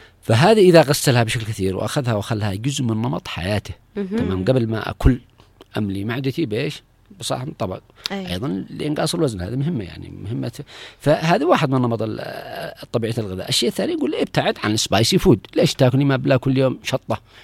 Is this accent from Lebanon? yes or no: no; Yemen; عندنا في اليمن